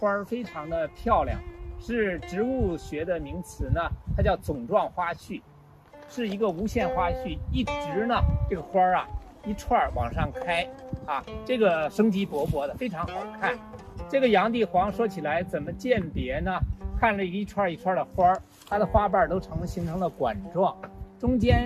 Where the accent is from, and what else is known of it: China